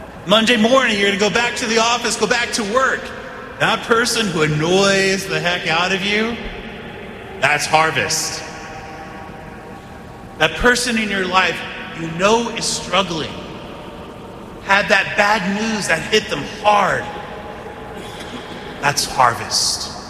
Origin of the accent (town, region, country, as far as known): Texas, United States; born or raised there